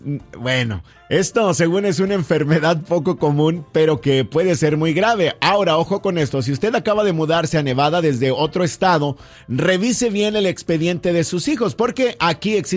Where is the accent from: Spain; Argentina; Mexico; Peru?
Mexico; como buenos mexicanos que somos, como buenos latinos que somos.